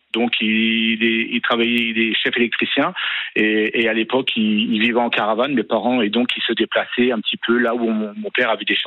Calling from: Thionville, Grand Est, France

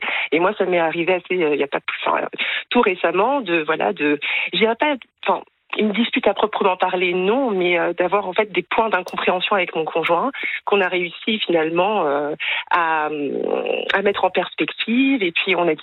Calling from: Bayeux, Normandy, France; Je suis du côté de Bayeux, près des Tapisseries.

